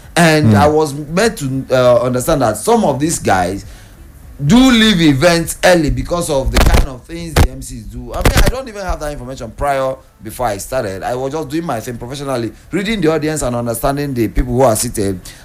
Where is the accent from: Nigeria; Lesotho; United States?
Nigeria; Jos, Plateau; I'm back in Jos to set up Jos own. And based on saying that my hometown be this